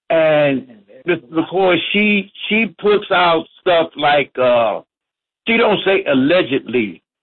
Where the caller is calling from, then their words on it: Cleveland, Ohio, United States; I'm from Cleveland.